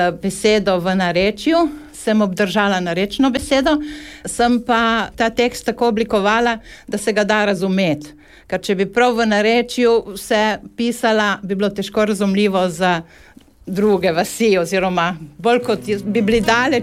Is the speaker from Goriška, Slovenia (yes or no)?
yes; Vrtovin, Goriška, Slovenia; moved away as an adult; now in Dornberg, Slovenia; Sicer sem rojena v Vrtovinu, v Dornbergu živim že več kot 30 let. Sem zelo navezana na mojo rojstno vas